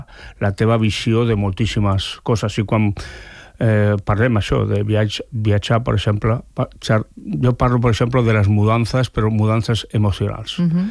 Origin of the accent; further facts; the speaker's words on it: San Sebastián, Basque Country, Spain; also born or lived in Navarre; now in Barcelona, Spain; jo sóc de Sant Sebastià i soc navarro.